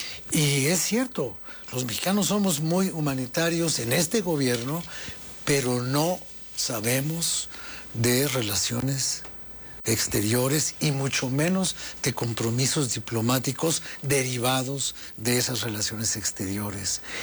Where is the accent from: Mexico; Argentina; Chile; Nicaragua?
Mexico; ¿qué nos importa como mexicanos al señor Pedro Castillo.